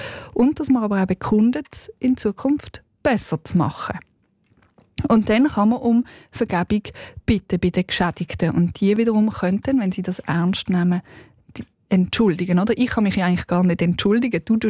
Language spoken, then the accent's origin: German; Switzerland; Das gibt es auch bei uns in der Schweiz im Kleinen.